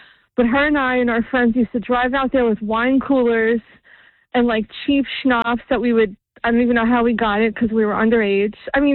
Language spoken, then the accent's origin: English; Jackson, New Jersey, United States; we grew up in Jackson.